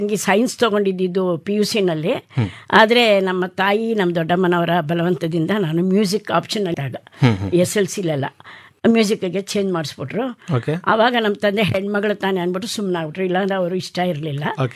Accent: Mysore, Karnataka, India; ಮೂಲತಃ ನಾನು ಹುಟ್ಟಿ ಬೆಳೆದಿದ್ದೆಲ್ಲ ಮೈಸೂರು, ಆದ್ರೆ ನಮ್ಮ ತಂದೆಯವರೆಲ್ಲ ಇದ್ದಿದ್ದು ಅರಕಲಗೂಡು ತಾಲೂಕಿನ ರುದ್ರಪಟ್ಟಣಂ ಗ್ರಾಮದಲ್ಲಿ.

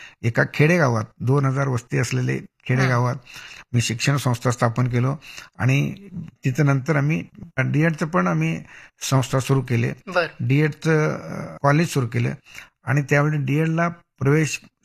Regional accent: Tikondi, Maharashtra, India; moved away; also born or lived in Jath; माझा जन्मगावी तिकोंडी येते

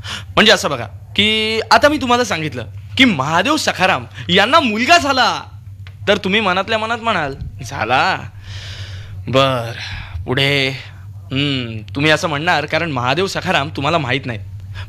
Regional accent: Vadodara, Gujarat, India; now in Mumbai, India; मूळचा बडोद्याचा, सध्या मुंबईत बँकेत नोकरीला आहे.

